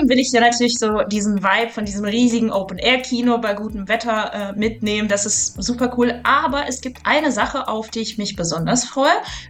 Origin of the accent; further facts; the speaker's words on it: Cologne, North Rhine-Westphalia, Germany; now in Bonn, Germany; Das interessiert mich als Kölnerin, Bonnerin natürlich sehr.